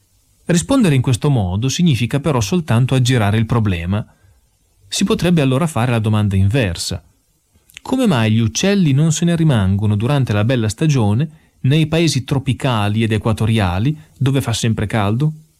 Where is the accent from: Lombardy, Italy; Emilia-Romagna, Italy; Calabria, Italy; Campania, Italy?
Emilia-Romagna, Italy; qui dalle mie parti, nel Modenese